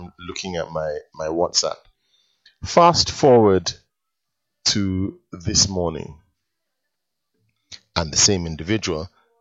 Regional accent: London, United Kingdom; Now, I've got loads of friends, however, being a Londoner myself, who are Arsenal supporters.

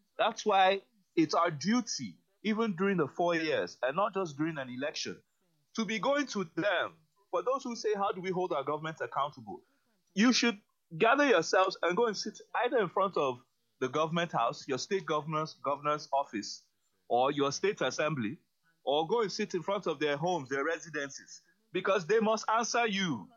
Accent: Nigeria

